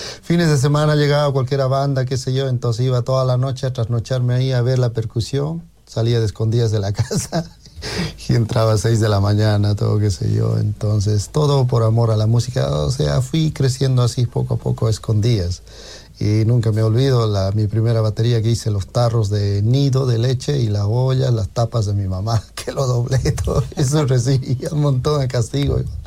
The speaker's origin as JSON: {"language": "Spanish", "region": "Cochabamba", "country": "Bolivia", "moved": "as an adult", "said": "Bueno, yo vengo de la parte de Cochabamba, del capital gastronómico, y había la guerra del agua."}